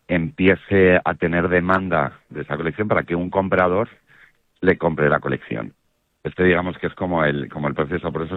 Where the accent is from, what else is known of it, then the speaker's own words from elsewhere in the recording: Spain; nosotros como españoles